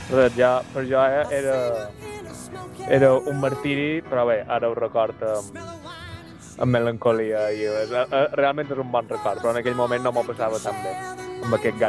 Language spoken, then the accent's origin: Catalan; Palma, Balearic Islands, Spain; sóc de Palma, i jo me'n record perfectament del meu perruquer de quan era petit.